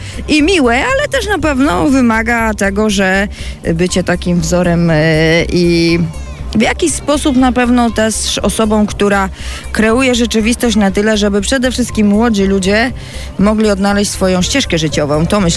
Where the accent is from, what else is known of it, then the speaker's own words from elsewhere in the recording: Burkat, Warmian-Masurian Voivodeship, Poland; moved away; to są moje okolice i miejsce, gdzie się urodziłam, wychowałam